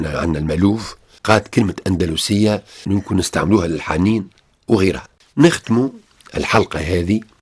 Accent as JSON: {"language": "Arabic", "country": "Tunisia", "said": "عندنا في تونس"}